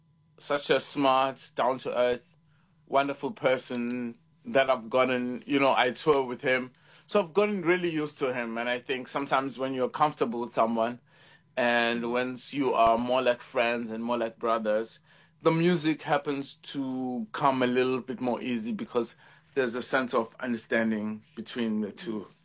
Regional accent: South Africa; I think I'm trying to live between the two countries and work as a South African artist, both in South Africa and also Paris.

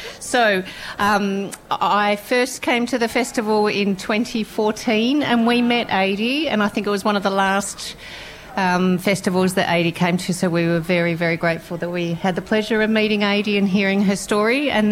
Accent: Melbourne, Victoria, Australia; I'm from Melbourne.

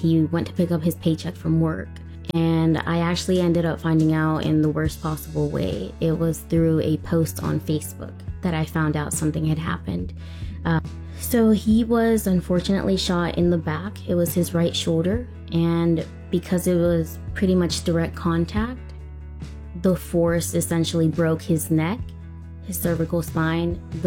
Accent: Savannah, Georgia, United States; from Savannah.

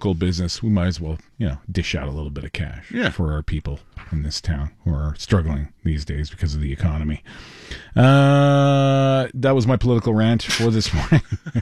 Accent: Laval, Quebec, Canada; my hometown

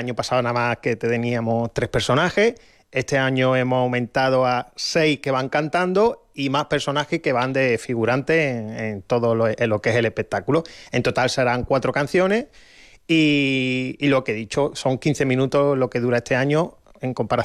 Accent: Jerez de la Frontera, Andalusia, Spain; now in Toledo area, Spain; gente de Jerez de la Frontera, de mi tierra

